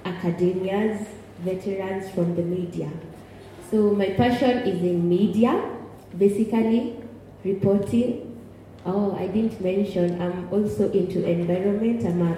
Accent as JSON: {"language": "English", "region": "Western", "country": "Kenya"}